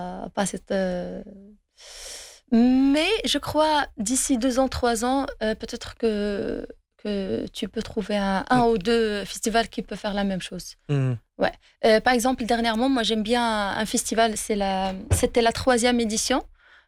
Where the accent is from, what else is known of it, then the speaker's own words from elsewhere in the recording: Morocco; C'est sûr, on est des Marocains quand même.